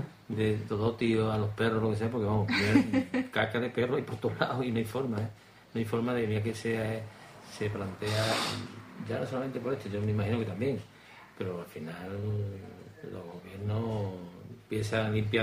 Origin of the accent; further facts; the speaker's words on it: Écija, Andalusia, Spain; Yo lo digo porque soy de Écija